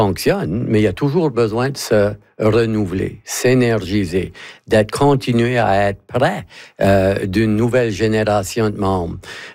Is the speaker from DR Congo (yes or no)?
no; Acadia, Canada; tout le monde sait qu'on est Acadien.